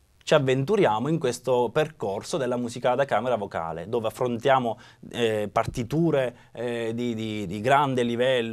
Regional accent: Palermo, Sicily, Italy; now in Milan, Italy; vengo da Palermo, anche se vivo da qualche anno a Milano. Inizio gli studi del pianoforte a 8 anni, sempre a Palermo

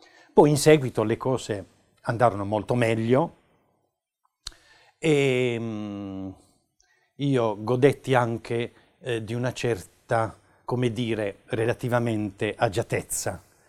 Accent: Bari, Apulia, Italy; born there

